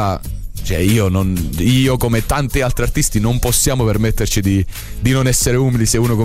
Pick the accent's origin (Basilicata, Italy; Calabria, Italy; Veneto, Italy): Basilicata, Italy; Lagonegro; che è il mio paese, in Basilicata